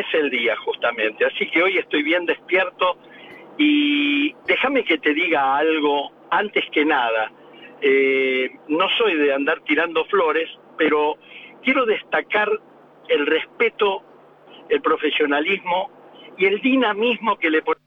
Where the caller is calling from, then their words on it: El Pato, Buenos Aires Province, Argentina; vivo en El Pato, partido de Berazategui.